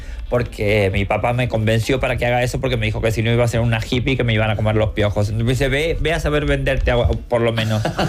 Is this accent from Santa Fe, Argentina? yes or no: yes; Rosario, Santa Fe, Argentina; la Universidad Pública Argentina, en Rosario, en mi tierra natal.